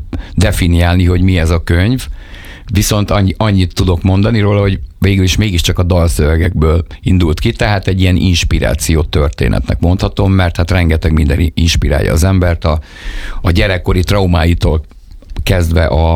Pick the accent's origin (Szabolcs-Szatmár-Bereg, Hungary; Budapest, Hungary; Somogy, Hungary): Budapest, Hungary; ahol a Belgrád rakpart, ahol egyébként nagyjából felnőttem, és akkor még ott laktam